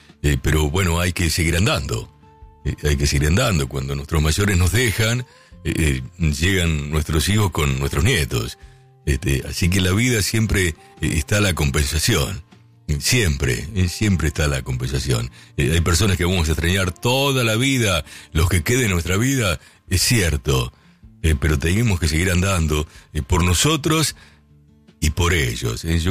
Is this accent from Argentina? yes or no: yes; Lincoln, Buenos Aires Province, Argentina; now in Buenos Aires, Argentina; Yo cuando salí de mi ciudad de Lincoln, ya que está escuchando allí el amigo Carlitos, mi viejo me dijo, mirá, te voy a desear lo mejor, ya que te vayas a la ciudad de Buenos Aires, son 320 kilómetros de Lincoln a esta capital